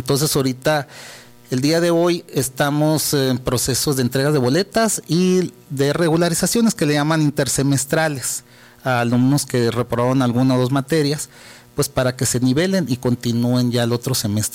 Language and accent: Spanish; Agua Prieta, Sonora, Mexico; now in Cananea, Mexico; yo soy originario de Agua Prieta